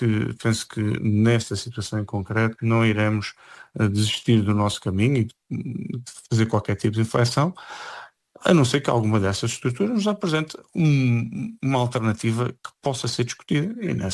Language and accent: Portuguese; Portugal; esperamos todos nós, enquanto portugueses, que o Parlamento tome as melhores decisões para o país.